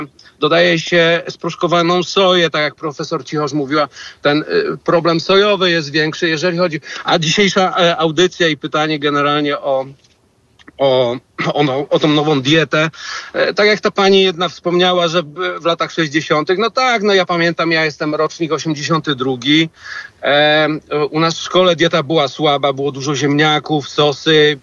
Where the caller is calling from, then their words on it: Wrocław, Lower Silesian Voivodeship, Poland; My jesteśmy z Wrocławia, ze Śląska, z Katowic